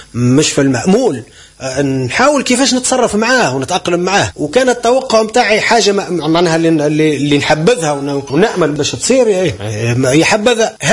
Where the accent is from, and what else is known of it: Tunisia